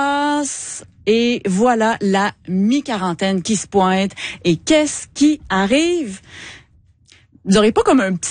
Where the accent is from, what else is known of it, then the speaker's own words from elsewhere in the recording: Quebec, Canada; accent: Quebec; Des grands concerts comme le Vans Rap Tour, que mon accent de Québec me permet encore difficilement de prononcer à ce jour.